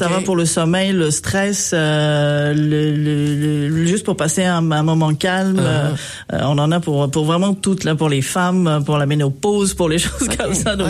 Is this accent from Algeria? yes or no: no; France; moi, je suis française. Donc, chez nous, c'est une culture, le marché.